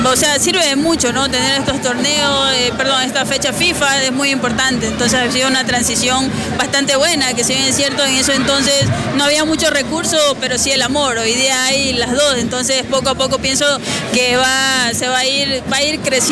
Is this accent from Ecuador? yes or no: yes; Ecuador; todos somos ecuatorianos